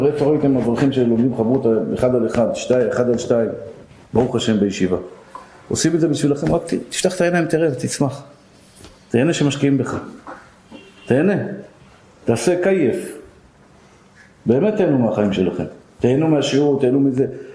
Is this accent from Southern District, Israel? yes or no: no; Tel Aviv, Tel Aviv District, Israel; born or raised there